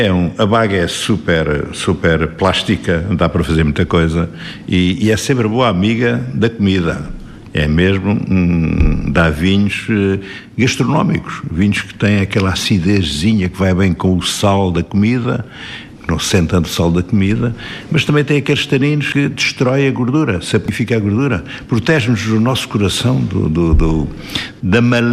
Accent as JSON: {"language": "Portuguese", "region": "Centro", "country": "Portugal", "said": "Isto só na bairrada, porque temos o mar próximo, o nosso mar é frio e as noites são frias"}